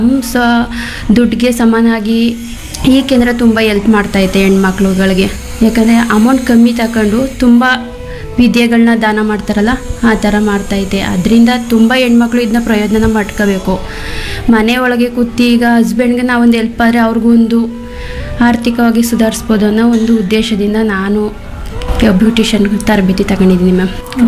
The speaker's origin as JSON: {"language": "Kannada", "town": "Hunsur", "region": "Karnataka", "country": "India", "tie": "born or raised there", "said": "ಮೂಲತಃ ನಾನು ಕಲ್ಕುಣಿಕೆ ಹುಣಸೂರು ಹುಡುಗಿ."}